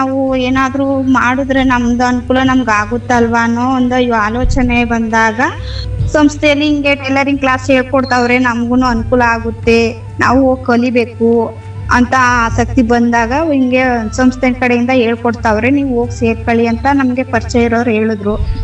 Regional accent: Kujanahalli, Karnataka, India; ನಾವು ಹುಣಸೂರ್ ತಾಲೂಕು ಮೈಸೂರು ಜಿಲ್ಲೆ ಕುಜನಹಳ್ಳಿ ಅಂತ.

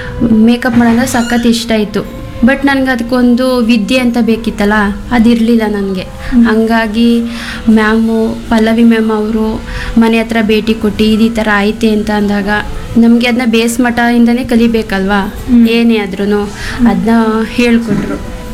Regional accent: Hunsur, Karnataka, India; ಮೂಲತಃ ನಾನು ಕಲ್ಕುಣಿಕೆ ಹುಣಸೂರು ಹುಡುಗಿ.

